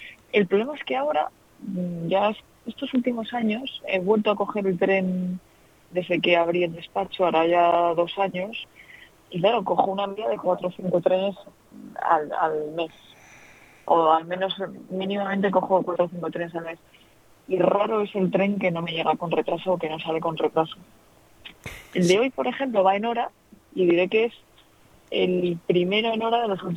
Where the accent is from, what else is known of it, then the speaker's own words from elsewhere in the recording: Asturias, Spain; moved away as an adult; now in Madrid, Spain; yo soy asturiana, vivo en Madrid, he viajado en tren desde que vine a hacer la carrera a Madrid.